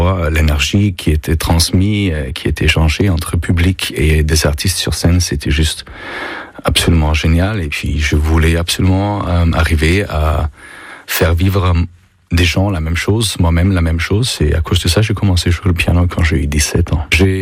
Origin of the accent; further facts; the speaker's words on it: Innsbruck, Tyrol, Austria; French is a second language; moved away as an adult; now in Ribérac, France; Je suis pianiste voyageur originaire d'Autriche. J'habite dans notre joli Périgord depuis plus que 10 ans, près de Ribérac.